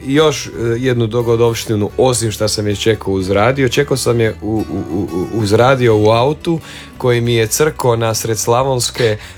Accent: Podravina, Croatia; pošto dolazim iz Podravine, naravno tamo se jako puno vrtila tambura

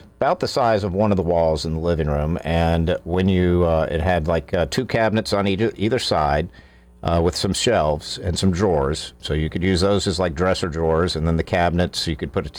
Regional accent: North Carolina, United States; moved away; also born or lived in San Fernando Valley, Los Angeles; And when you grow up in North Carolina, the weather is very fascinating, and you like to watch it.

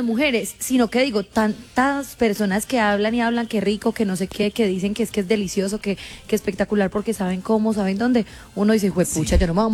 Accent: Caribbean Region, Colombia; Soy la costeña.

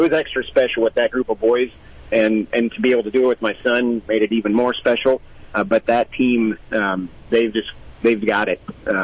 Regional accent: Iowa, United States; I grew up in Southwest Iowa, a big baseball town down there, and grew up playing baseball.

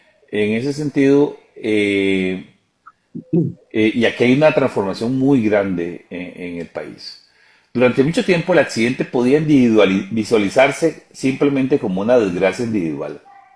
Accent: Costa Rica; nosotros como ticos, siempre estamos asegurados por el seguro social.

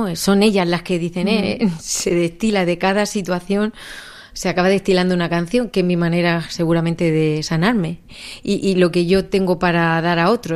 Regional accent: Orihuela, Valencian Community, Spain; nacida en el Rincón de Bonanza. Bueno, en el hospital, claro, que claro, había de Orihuela, pero mi familia es del Rincón de Bonanza, tanto la de mi padre como la de mi madre, uh-huh, y allí me he criado y he vivido y vivo.

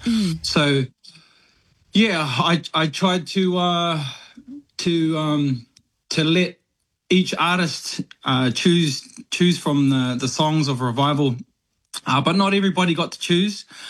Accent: Hamilton, Waikato, New Zealand; And I was born in Kirikiriroa, Hamilton, yeah. Waikato. Born and raised.

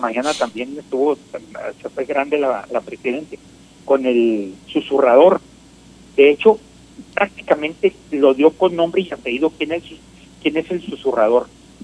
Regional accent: Mexico; está ligado al asunto que nos debería tener muy ocupados como mexicanos

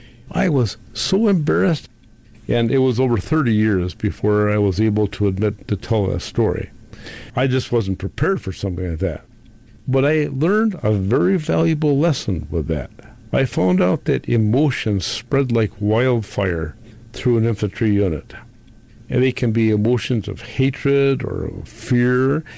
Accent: Wisconsin, United States; I'm trying to tell this guy that I am from Wisconsin, and I have 3 children in our family.

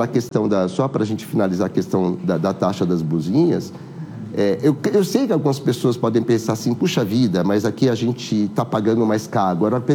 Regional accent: Brazil; nós brasileiros

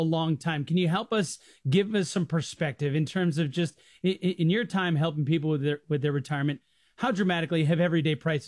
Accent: Midwest, United States; Because I grew up in the Midwest. I am a pop guy, and I have fought that fight for years and years, decades even.

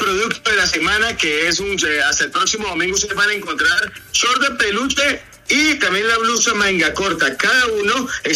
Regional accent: Cali, Valle del Cauca, Colombia

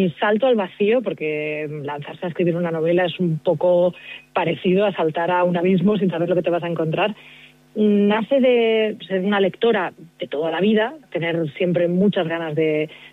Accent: Barcelona, Catalonia, Spain; now in Madrid, Spain

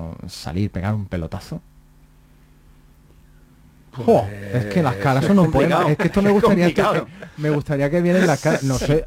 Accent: Baeza, Andalusia, Spain; A ver si volvéis a mi pueblo

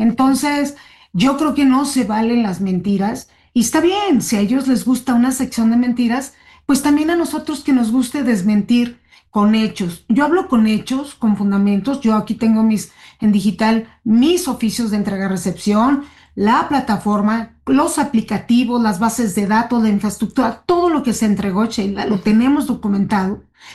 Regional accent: Mexico; No somos tontos los mexicanos, sabemos cuál es la información que no se puede dar a conocer

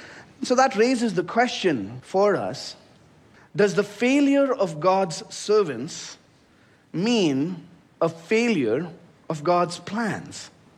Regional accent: India; the so-called father of my home country, India, they call him.

